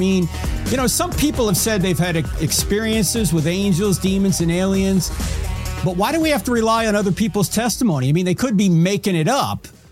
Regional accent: New Jersey, United States; because look, I'm from New Jersey, and people in New York City would consider upstate like Westchester

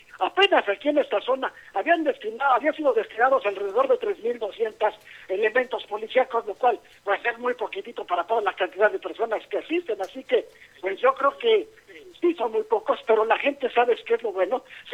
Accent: Mexico; tener esa unidad que tanto nos hace falta aquí como mexicanos.

